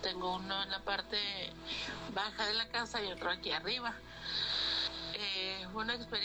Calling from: Sonora, Mexico; los escucho desde Sonora.

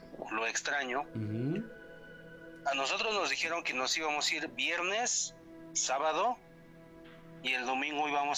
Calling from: Ixtapaluca, State of Mexico, Mexico; De Ixtapaluca.

